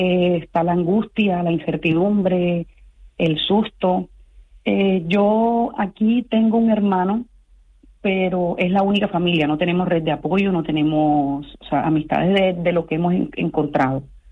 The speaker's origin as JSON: {"language": "Spanish", "town": "Cartagena", "region": "Bolívar", "country": "Colombia", "moved": "as an adult", "lives_now": "Tenerife, Spain", "said": "Sí, soy de Cartagena, Colombia."}